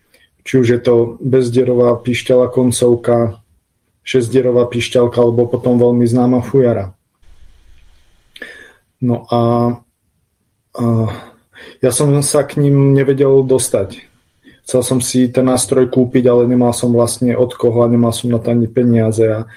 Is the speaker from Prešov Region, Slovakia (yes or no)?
no; Martin, Žilina Region, Slovakia; Takže som nabehol do Slovenskej národnej knižnice v Martine, pretože ja som z Martina.